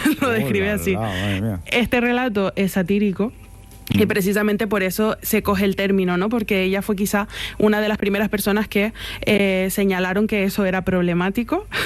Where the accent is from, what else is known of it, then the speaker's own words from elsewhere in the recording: Granadilla de Abona, Canary Islands, Spain; pues me lo llevo yo a Granadilla de Abón, a mi pueblo